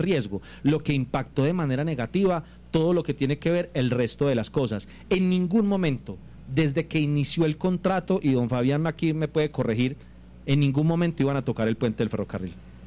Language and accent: Spanish; Santa Rosa de Cabal, Risaralda, Colombia; born there; Nacido en Santa Rosa de Cabal, Hospital San Vicente de Paúl, 10 de noviembre de 1986.